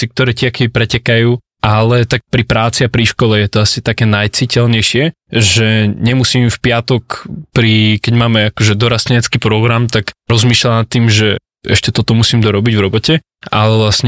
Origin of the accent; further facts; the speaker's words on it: Žilina, Žilina Region, Slovakia; Mám 22 rokov, pochádzam zo Žiliny.